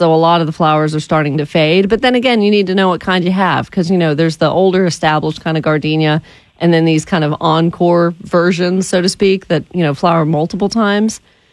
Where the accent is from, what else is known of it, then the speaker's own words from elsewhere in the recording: Woodstock, Georgia, United States; Woodstock, Georgia.